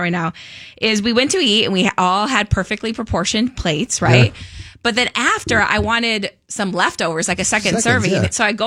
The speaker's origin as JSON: {"language": "English", "country": "United States", "said": "So I'm Mexican American. I've born here, but I grew up in, you know, my family's Mexican, right?"}